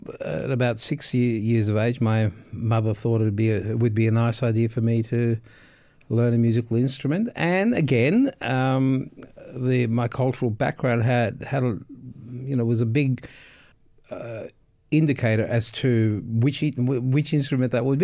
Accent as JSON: {"language": "English", "town": "Melbourne", "region": "Victoria", "country": "Australia", "tie": "born or raised there", "said": "But I grew up in Fitzroy North, and I'm back there. And no matter how many times I've moved away, I seem to gravitate back to my roots. And there were many Italians, many Greeks around that area at that time."}